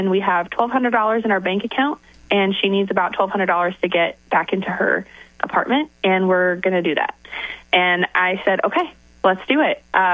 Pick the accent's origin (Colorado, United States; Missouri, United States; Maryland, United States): Colorado, United States; So originally, I'm from Colorado, and my husband is from Indiana. So, yeah, Colorado girl fell in love with an Indiana guy